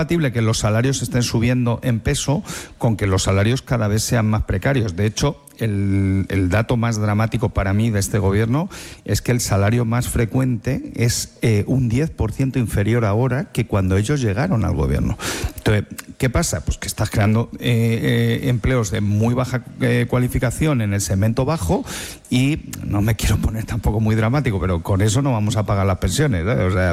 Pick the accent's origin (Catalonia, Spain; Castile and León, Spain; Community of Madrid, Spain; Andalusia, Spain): Community of Madrid, Spain; Alcalá de Henares; Yo soy de Alcalá